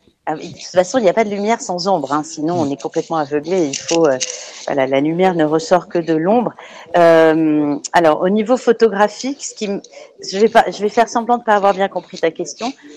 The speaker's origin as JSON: {"language": "French", "country": "France", "tie": "born or raised there", "moved": "yes", "lives_now": "Tangier, Morocco", "said": "j'ai grandi en France"}